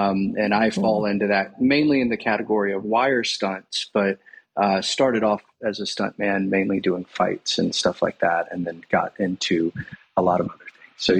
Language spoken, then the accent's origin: English; Atlanta, Georgia, United States; also born or lived in Fort Worth; I was born actually in Fort Worth, Texas when my dad was in seminary. My dad grew up in Atlanta. My mom grew up in Nashville. They met in college here in Atlanta. They went to seminary. I was born there. And then we moved back here to Atlanta